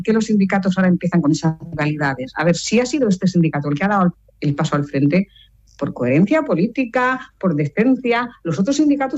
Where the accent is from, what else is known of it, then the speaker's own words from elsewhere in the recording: Lloret de Mar, Catalonia, Spain; yo vengo de la Costa Brava, de Lloret de Mar